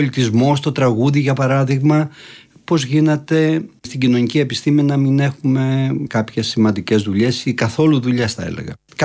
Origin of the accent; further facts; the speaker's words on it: Lemnos, North Aegean, Greece; moved away; μεγαλώνοντας στη Λίμνο, ένα νησί που δεν χαρακτηρίζεται από την ναυτιλία περισσότερο, είναι αγροτοκτηνοτροφικό νησί